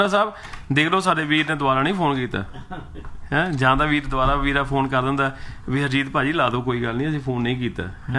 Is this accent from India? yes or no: yes; Punjab, India; moved away; ਨਾ ਸਾਡਾ ਪੰਜਾਬ ਨਾਲ ਸਾਡਾ ਪਿਆਰ ਹੈ ਕਿਉਂਕਿ ਅਸੀਂ ਉੱਥੇ ਜੰਮੇ ਪਲੇ ਹਾਂ।